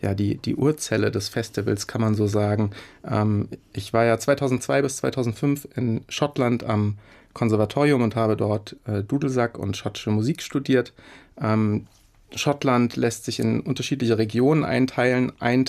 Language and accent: German; Hofheim, Hesse, Germany; Und das wollte ich eben gerne auch mit den Menschen in meiner Heimatstadt in Hofheim teilen.